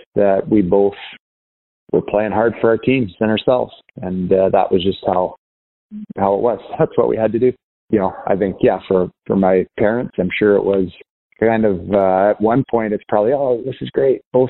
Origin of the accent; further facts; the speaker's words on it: Canada; You know, obviously in Canada, growing up in Canada, hockey gets a lot of attention.